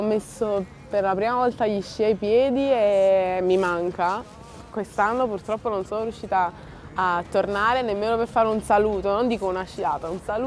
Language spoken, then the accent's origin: Italian; Naples, Campania, Italy; Sì, Napoli è la mia città natale, io sono nata qui e amo Napoli. E sarò per sempre fiera di essere napoletana.